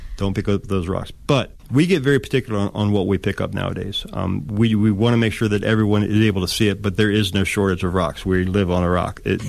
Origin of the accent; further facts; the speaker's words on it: Rockville, Maryland, United States; moved away as an adult; now in Northport, United States; So I am from the Washington, D.C. area, Rockville, Germantown area, and I met my now wife down in that area.